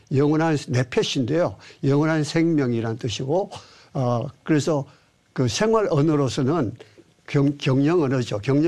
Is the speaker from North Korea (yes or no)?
no; Daegu, South Korea; moved away as an adult; 저는 그 고향이 대구입니다.